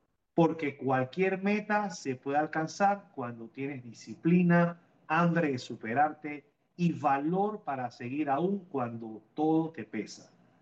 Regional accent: Panama; Orgullosamente panameño.

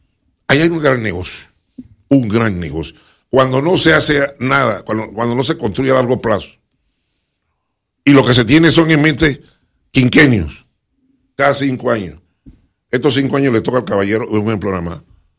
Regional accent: Panama; Yo soy panameño pa hincha de la marea roja, pero para cargar con las desgracias de mi país, no.

